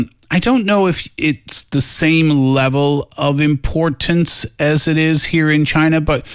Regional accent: Canada; As a Canadian, I like to call them delicious hockey pucks.

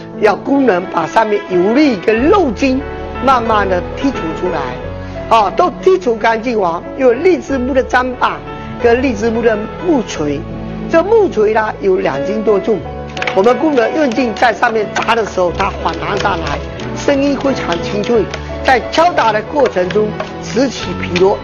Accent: Fuzhou, Fujian, China; 北方人和年过节包饺子，我们福州人就是包肉宴，一家人也围坐在一起。

